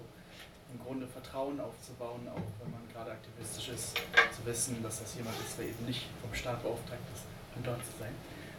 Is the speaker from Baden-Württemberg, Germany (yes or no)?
no; Leipzig, Saxony, Germany; ich bin nicht hier aus Leipzig, also ich bin aus Leipzig, aber ich bin hier nicht geboren und als ich nach Leipzig gekommen bin